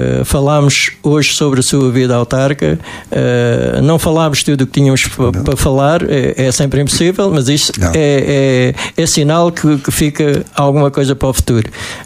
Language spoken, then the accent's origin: Portuguese; Marvão, Alentejo, Portugal; eu por acaso sou de Marvão